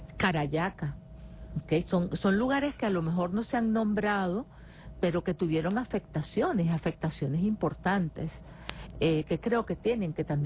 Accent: Caracas, Capital District, Venezuela; son parte de lo que es nuestro nuestra identidad como caraqueños, ¿no?

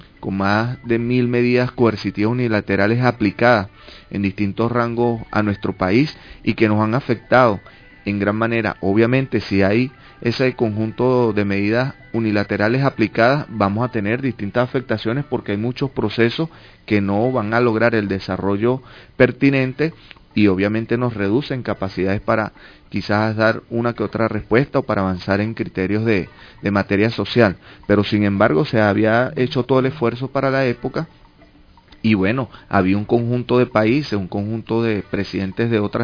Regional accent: Venezuela; entendiéndonos como venezolanos

